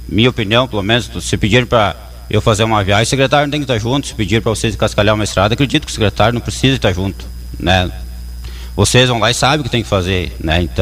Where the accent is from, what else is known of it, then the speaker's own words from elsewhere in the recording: Brazil; eu cresci ali, sou natural da São Cristóvão.